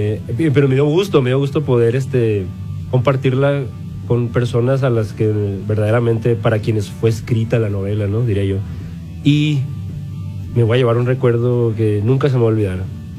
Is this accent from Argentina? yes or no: no; Caborca, Sonora, Mexico; el muchacho de Caborca Sonora, que le gusta escribir, que le gusta el cine